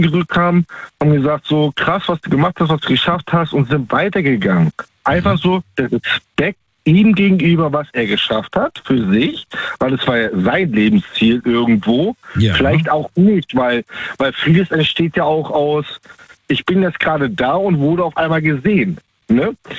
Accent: Baltic Sea coast, Germany

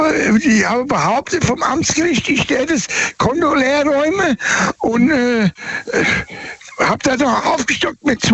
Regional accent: Birlenbach, Germany; born there; Und zwar weiß ich, wo ich geboren bin, in dem Ort Birlenbach.

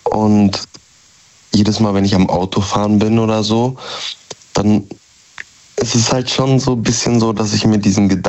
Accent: North Rhine-Westphalia, Germany; Nähe Dortmund.

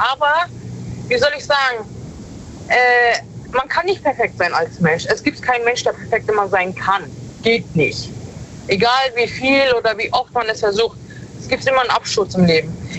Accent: Rhineland-Palatinate, Germany; Ich bin aus dem Rheinland-Pfalz.

